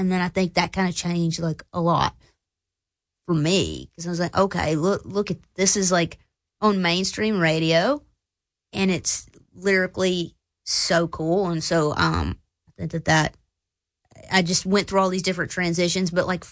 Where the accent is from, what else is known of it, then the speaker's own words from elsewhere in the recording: Floyd, Virginia, United States; So my grandfather, growing up in Floyd is huge for bluegrass music, that entire area.